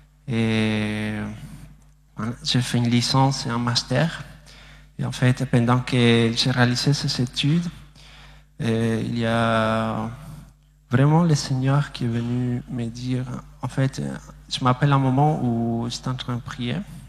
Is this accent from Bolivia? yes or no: yes; Bolivia; French is a second language; j'ai 25 ans et je suis bolivien. Je viens de la Bolivie, en fait, je me trouve en Amérique du Sud.